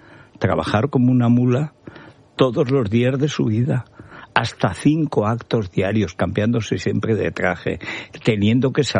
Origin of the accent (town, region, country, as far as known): Teruel, Aragon, Spain